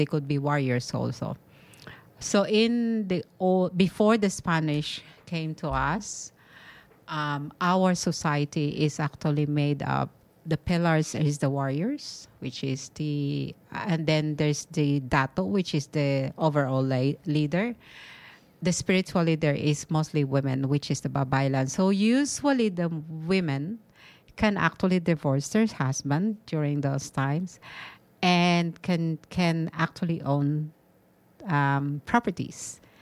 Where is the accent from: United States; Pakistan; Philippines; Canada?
Philippines; So to me as a Filipino and as a woman